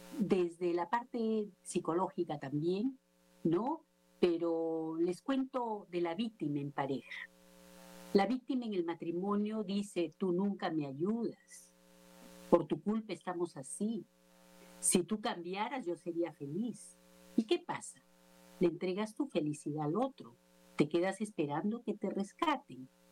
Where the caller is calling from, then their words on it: Lima, Peru; les hablo desde Lima, Perú